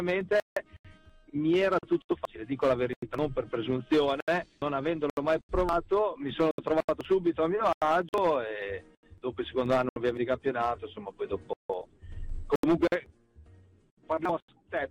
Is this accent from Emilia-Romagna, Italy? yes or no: yes; Crespellano, Emilia-Romagna, Italy; del mio paese, di Crespellano, che era appunto la società, il paese dove vivevo